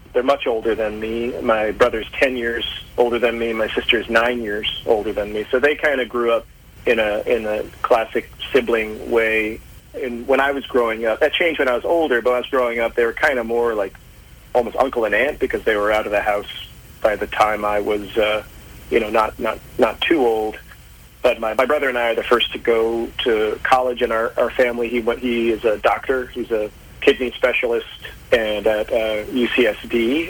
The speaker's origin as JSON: {"language": "English", "town": "Stamford", "region": "Connecticut", "country": "United States", "tie": "born there", "said": "And so I was born in Connecticut, Stamford, Connecticut, but I have no memory of it because we moved again. I moved every 3 years in my childhood, kind of following the family, following my dad around in his job."}